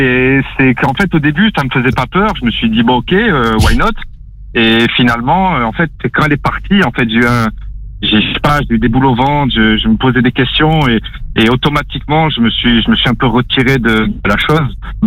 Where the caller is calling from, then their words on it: Nice, Provence-Alpes-Côte d'Azur, France; je suis à Nice